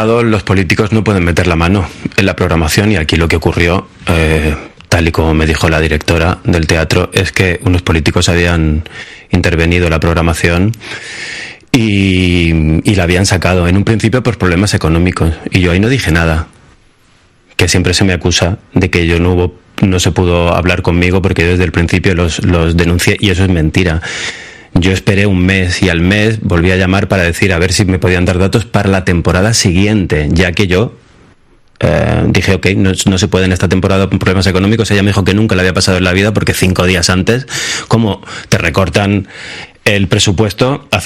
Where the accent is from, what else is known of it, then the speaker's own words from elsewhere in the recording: Spain; Yo, como cualquier español, no conocía más allá de que lo del brazo incorrupto de Santa Teresa